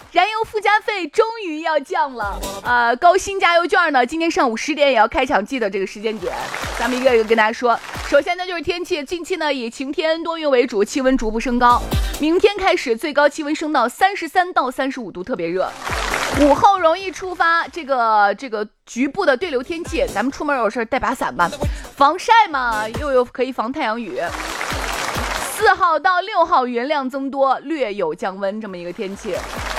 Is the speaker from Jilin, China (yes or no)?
no; Shaanxi, China; accent: Shaanxi dialect; 那我就不能就是再说很土很土的陕西话了，我要说那种比较洋货的陕西话。